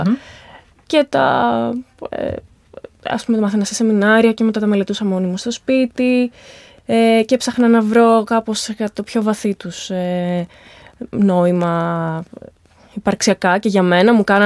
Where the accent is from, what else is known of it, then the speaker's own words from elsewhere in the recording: Thessaloniki, Central Macedonia, Greece; όταν ήμουν μικρή και μεγάλη στη Θεσσαλονίκη.